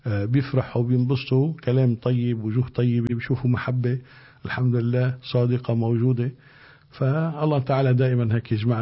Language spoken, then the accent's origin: Arabic; Tripoli, North Governorate, Lebanon; احنا عندنا بطرابلس